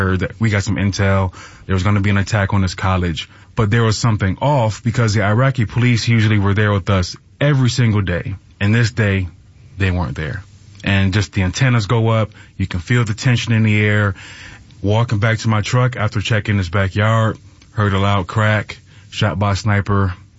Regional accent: Rochester, New York, United States; being from the city, I'm from Rochester, New York

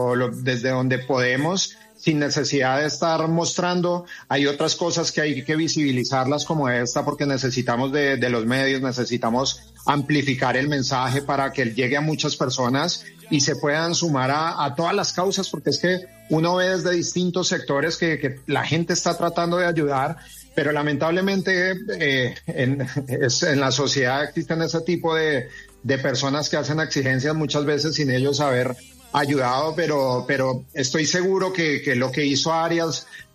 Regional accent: Bogotá, Colombia; now in Cali, Colombia; Bueno, primero, yo soy de Bogotá, pero amo Cali, me fui muy joven para allá y es una ciudad que me abrió las puertas

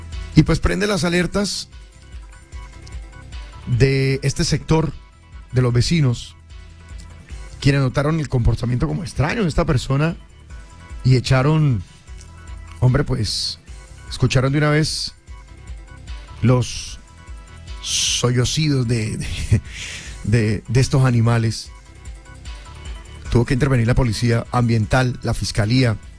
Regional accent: Colombia

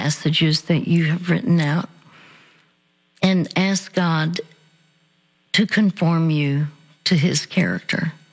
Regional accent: Dallas, Texas, United States; and they would come to Dallas. I'm from Dallas.

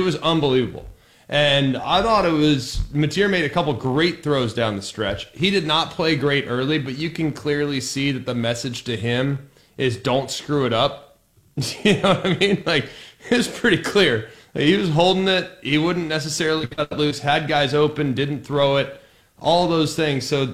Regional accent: Dallas, Texas, United States; in Dallas, Texas, in my hometown

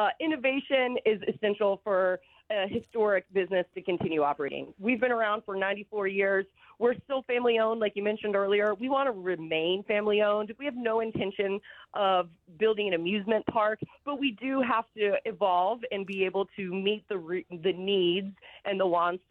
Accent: Atlanta, Georgia, United States; also born or lived in western US; now in Chattanooga, United States; I'm born and raised in Atlanta and lived out west for a long time, so I'm fairly familiar with gondolas.

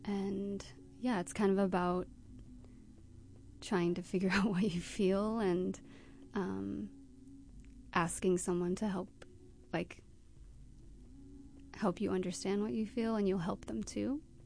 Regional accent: Ellensburg, Washington, United States; born there; Well, actually, I was born in Ellensburg, Washington.

